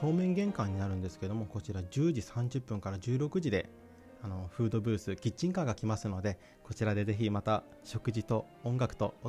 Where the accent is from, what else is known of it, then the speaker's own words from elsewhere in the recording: Nobeoka, Miyazaki, Japan; 私も信岡出身として